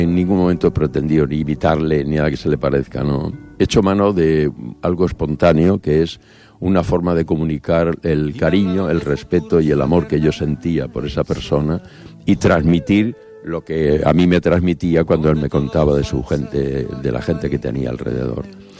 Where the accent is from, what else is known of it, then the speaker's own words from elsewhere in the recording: Chinchón, Community of Madrid, Spain; yo soy de Chinchón, o sea, un pueblo muy cerca del mío